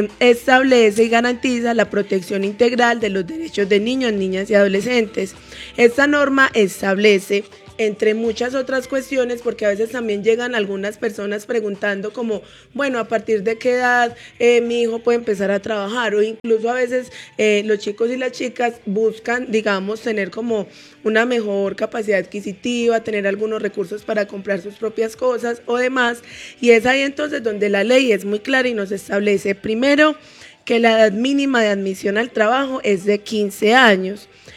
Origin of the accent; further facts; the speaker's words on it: Colombia; como colombianos y colombianas